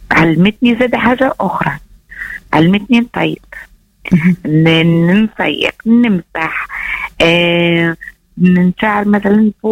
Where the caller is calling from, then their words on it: Monastir, Monastir Governorate, Tunisia; من المسيرة